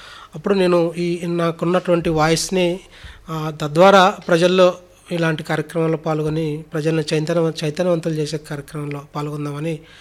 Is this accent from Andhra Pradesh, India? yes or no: yes; Kandukur, Andhra Pradesh, India; మాది కందుకూరు గ్రామం sir, Anantapuram rural మండలము. మాది వ్యవసాయ కుటుంబం.